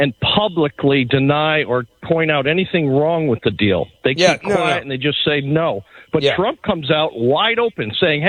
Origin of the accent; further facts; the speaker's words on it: Mobile, Alabama, United States; from Mobile, Alabama